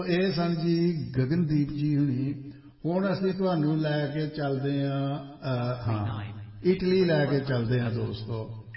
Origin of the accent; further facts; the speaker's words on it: Punjab, India; ਸਾਡਾ ਜਿਹੜਾ ਪਿੰਡ ਹੈ ਨਾ, ਸਾਡਾ ਪਿੰਡ ਹੈ ਬਟਾਲੇ ਦੇ ਲਾਗੇ, ਕਾਨੂੰ ਆਉਣ ਵਾਲੀ ਸੜਕ, ਉੱਥੇ ਟਿੱਬੇ ਹੁੰਦੇ ਸਨ